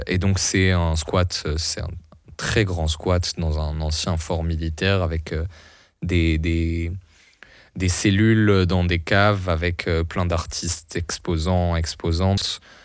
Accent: Brussels, Brussels-Capital Region, Belgium; nous, en tant que Bruxellois

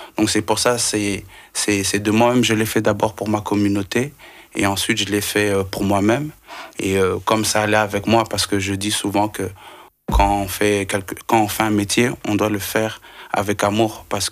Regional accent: Belgium

